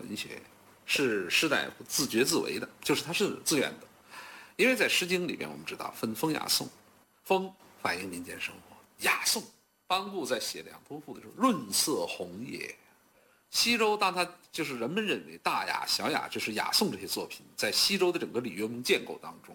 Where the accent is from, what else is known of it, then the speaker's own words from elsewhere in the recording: China; 它在很多方面就表现了那个时代我们中国人对生活的理解是什么样子的。